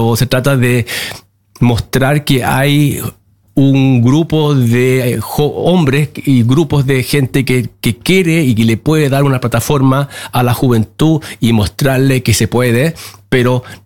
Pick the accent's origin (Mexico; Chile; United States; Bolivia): Chile; born or raised there